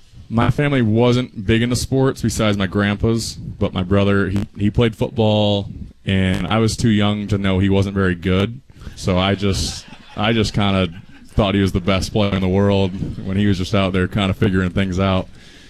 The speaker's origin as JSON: {"language": "English", "town": "Eagle", "region": "Wisconsin", "country": "United States", "tie": "born or raised there", "also_born_or_lived": "Illinois", "said": "And I was born in Illinois and then moved up to Wisconsin at 2 years old, so I spent majority of my life in Wisconsin"}